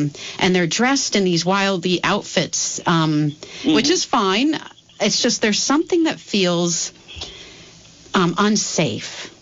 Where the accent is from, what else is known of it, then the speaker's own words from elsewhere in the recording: Montpelier, Vermont, United States; was saying about walking the streets in Burlington, walking the streets in Montpelier even, which was my hometown for many years.